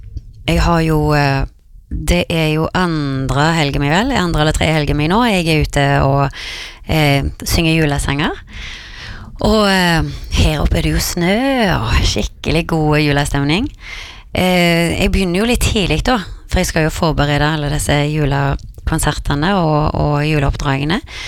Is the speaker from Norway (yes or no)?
yes; Karmøy, Rogaland, Norway; i hjembyen min på Karmøy